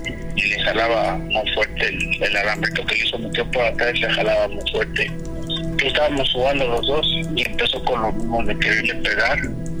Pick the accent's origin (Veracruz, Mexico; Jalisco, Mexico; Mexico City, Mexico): Mexico City, Mexico; Nosotros somos aquí de Tepito.